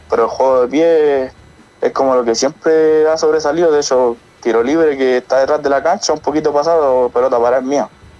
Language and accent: Spanish; Chillán Viejo, Ñuble, Chile; yo fui nacido, creo, aquí en Chillán Viejo, con mi tío Nene, el presidente. Y no, yo creo que maravillosa esa etapa. Crecí ahí en Mariano Daña, en esa cancha, alcancé a jugar hasta la sub-16 ahí.